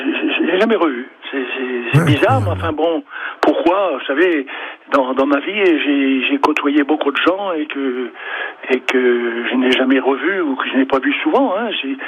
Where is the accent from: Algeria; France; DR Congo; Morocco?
France; Nancy, Grand Est; born there; now in Carpentras, France; Oui, je suis né à Nancy.